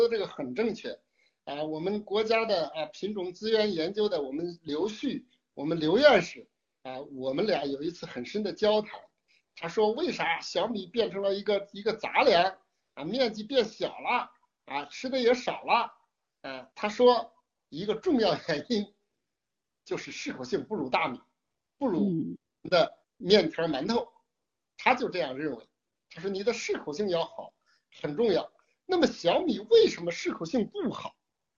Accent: China; 我们是中国人，人人要爱国

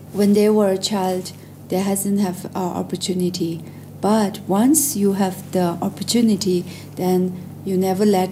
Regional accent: Lhasa, Tibet, China; born there; English is a second language; And then I was born in Lhasa.

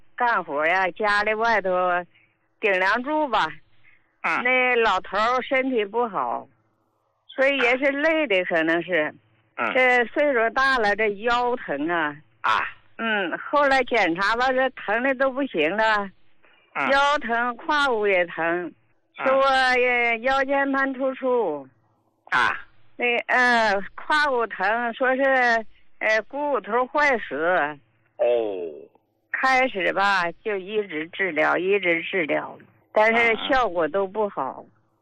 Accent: Qiqihar, Heilongjiang, China; 我是齐齐哈尔的。

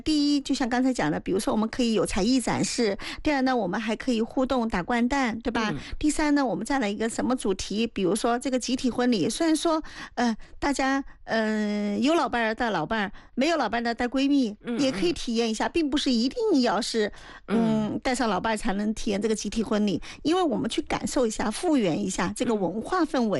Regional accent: Sichuan, China

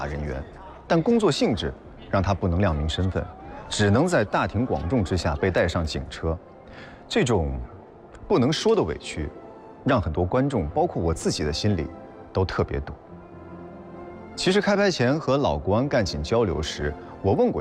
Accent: Wuhan, Hubei, China; born there; 我出生在湖北武汉的一个普通家庭。

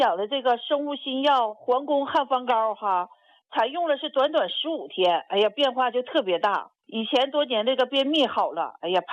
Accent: Wuhan, Hubei, China; 曹老师，我是武汉的，我今年是65岁。

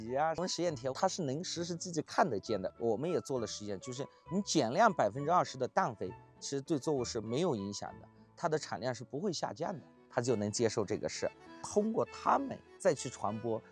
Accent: Lincang, Yunnan, China; now in Dali, China; 我老家是我们云南省临沧市的

